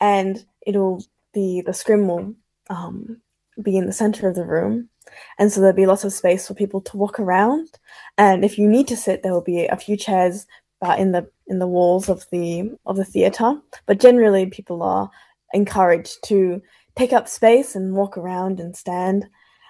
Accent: Melbourne, Victoria, Australia; I am from the West, which is where St. Albans is.

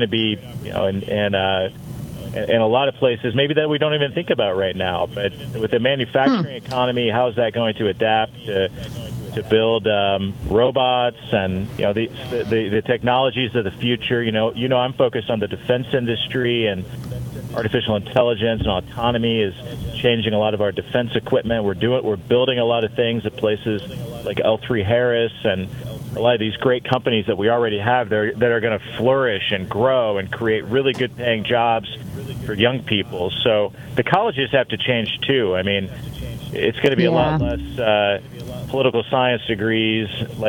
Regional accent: Columbia City, Indiana, United States; And I think about my hometown, Columbia City, and the types of businesses that we're attracting.

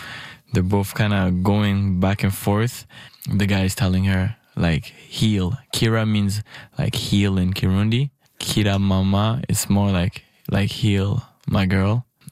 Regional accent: Burundi; moved away; I came from Burundi in 2010. I immigrated here with my whole family and our culture has been stuck with us ever since. And everywhere I go, I always meet Burundians that just look like me, that grew up the same way as me.

